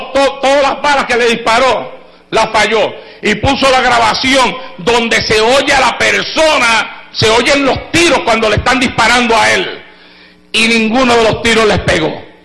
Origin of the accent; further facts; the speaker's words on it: Puerto Rico; moved away; cuando pastoreábamos en Puerto Rico, teníamos un culto de oración en nuestra iglesia allá en Puerto Rico